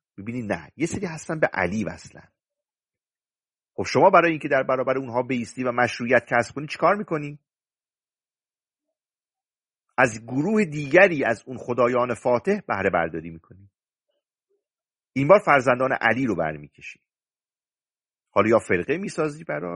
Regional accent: Iran; ما ایرانیان هم سعی کردیم تن بدیم به این تقدس

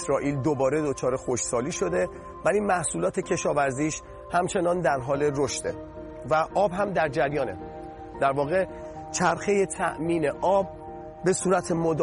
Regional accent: Rasht, Gilan, Iran; چیزی که من زمان بچگی یادمه، من بچه رشت هستم تو شمال ایران

